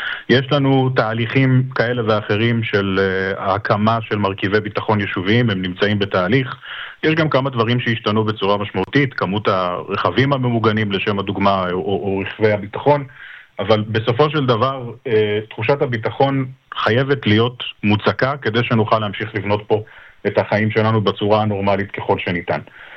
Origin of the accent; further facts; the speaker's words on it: Netivot, Southern District, Israel; now in Nahal Oz, Israel; מהעיר נתיבות.